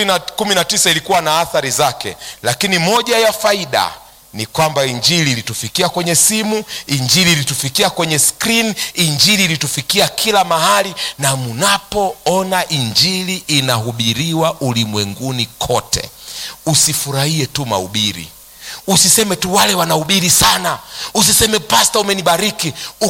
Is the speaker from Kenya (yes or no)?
yes; Tharaka-Nithi County, Kenya; Tumetoka huko Kenya, Tharaka Nithi huko Meru.